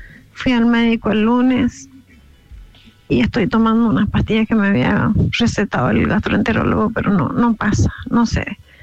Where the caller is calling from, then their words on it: Lavalle, Argentina; de La Valle.